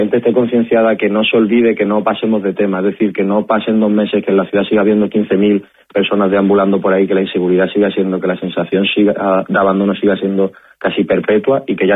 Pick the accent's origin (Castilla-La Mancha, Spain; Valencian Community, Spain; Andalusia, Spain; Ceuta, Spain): Ceuta, Spain